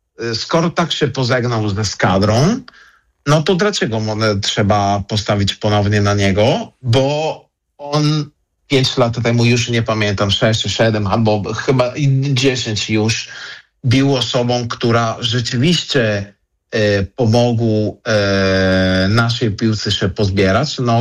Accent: Italy; jestem Włochem i wiem, jak Włosi czasami zachowują

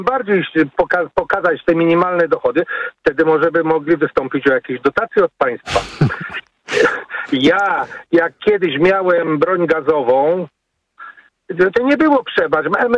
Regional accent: Warsaw, Masovian Voivodeship, Poland; now in Outskirts of Warsaw, Poland; Ja pamiętam jeszcze, bo ja jestem podałem z Warszawy, ale mieszkam jakby na obrzeżach Warszawy. Mhm. Jeszcze jak to się mówi, miałem kilkanaście lat, koło mnie by organizowali polowania, bo tu powiedzmy jestem z okolicy Okęcia

